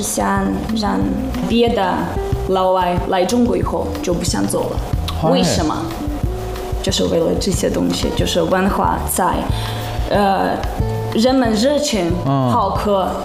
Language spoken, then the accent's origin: Chinese; Russia; Chinese is a second language; moved away as an adult; now in Chengdu, China; 当我是俄罗斯人，但其实我会法文的天学。本来我准备待在成都两周左右，然后再回俄罗斯再考虑一下。